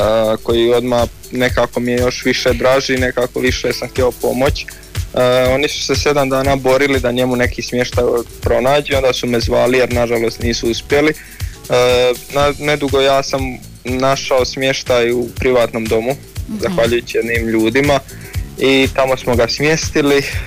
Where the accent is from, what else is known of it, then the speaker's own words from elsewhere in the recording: Benkovac, Zadar County, Croatia; imam 20 godina, dolazim iz Benkovca, iz Dalmacije